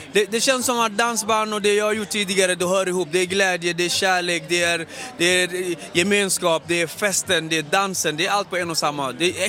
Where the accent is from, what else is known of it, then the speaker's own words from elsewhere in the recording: Jordbro, Stockholm County, Sweden; Vi är från Haninge, vi är Haningebarn. Hans fru är från Jordbro och jag är från Jordbro.